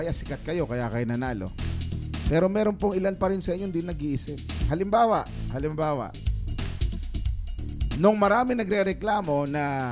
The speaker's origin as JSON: {"language": "Tagalog", "town": "Manila", "region": "Metro Manila", "country": "Philippines", "tie": "born or raised there", "said": "Sa Maynila po ako lumaki. Literally, doon po ako nag-elementary, high school, college, yan."}